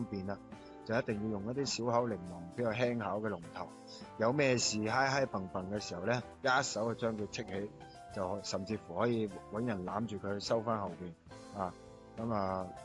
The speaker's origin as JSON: {"language": "Cantonese", "region": "Guangdong", "country": "China", "said": "咁呢仲有就係因為我哋廣府人爬個龍船啊"}